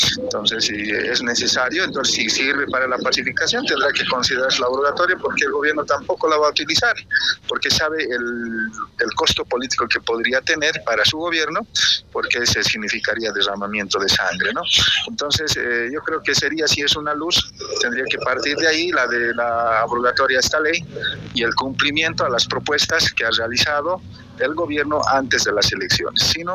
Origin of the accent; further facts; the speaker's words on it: Bolivia; que nosotros como bolivianos no las vemos